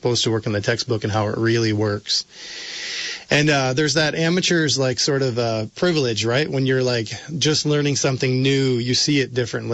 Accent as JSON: {"language": "English", "region": "New York", "country": "United States", "tie": "born or raised there", "said": "I grew up in New York State. We had Regents exams."}